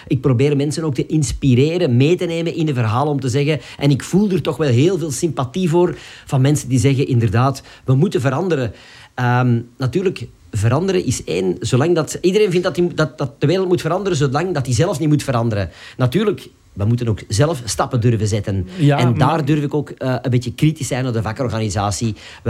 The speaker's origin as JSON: {"language": "Dutch", "town": "Turnhout", "region": "Flanders", "country": "Belgium", "said": "Absoluut, ja, ik ben van Turnhout afkomstig. Als je vraagt Turnhout is al bekend van de speelkaarten, maar ook van Soudal."}